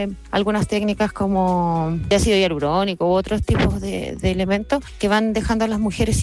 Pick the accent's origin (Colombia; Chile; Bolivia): Chile